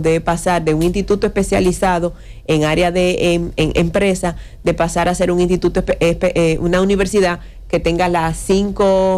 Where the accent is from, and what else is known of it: Dominican Republic